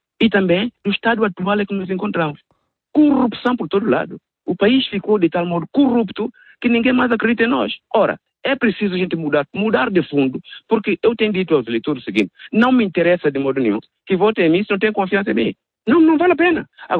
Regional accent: São Tomé & Príncipe; Fomos todos portugueses. Até bem pouco tempo éramos todos portugueses, que se adequava naturais de São Tomé.

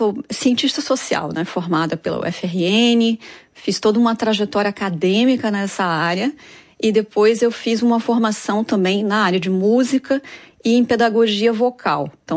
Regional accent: Natal, Rio Grande do Norte, Brazil; eu cresci naquela região, ouvindo os ritmos do Nordeste, a escuta, né, das ondas do mar, aquela tranquilidade daquela costa

